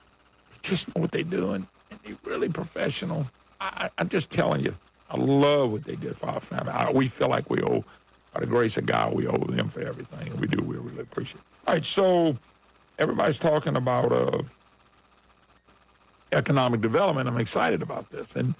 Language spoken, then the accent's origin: English; Baton Rouge, Louisiana, United States; born there; also born or lived in Monroe, Louisiana; I was born in Lady of the Lake. We were used St. Francis, but I lived in Monroe for many, many years.